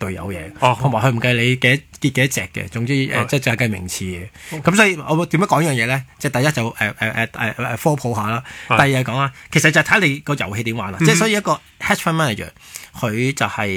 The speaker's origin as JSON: {"language": "Cantonese", "country": "Hong Kong"}